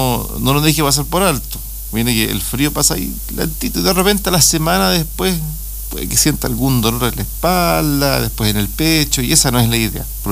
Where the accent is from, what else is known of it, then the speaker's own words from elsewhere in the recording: Aysén, Chile; Yo soy de Aysén, de la región, aquí sé que aguantamos el frío.